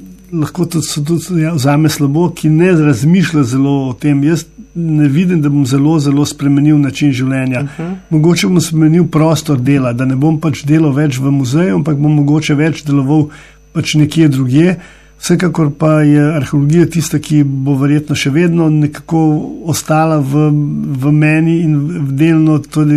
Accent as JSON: {"language": "Slovenian", "region": "Lower Carniola", "country": "Slovenia", "said": "smo Slovenci ali pa Dolenci"}